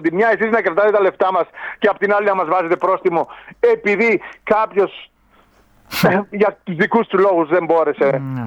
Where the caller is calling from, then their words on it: Greece; στεναχωριέμαι σαν Έλληνας